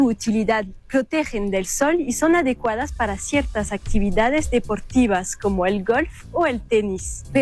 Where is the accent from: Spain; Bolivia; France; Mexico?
France; soy francesa